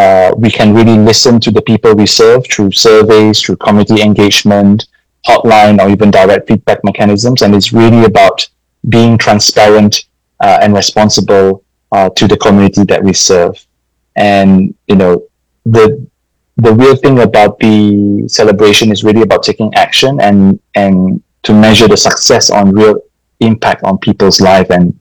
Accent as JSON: {"language": "English", "country": "Malaysia", "said": "I'm originally from Malaysia."}